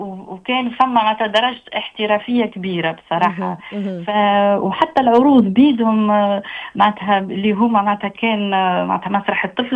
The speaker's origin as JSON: {"language": "Arabic", "country": "Tunisia", "accent": "Tunisian", "moved": "yes", "lives_now": "France", "said": "انا راني نتكلم بالتونسي"}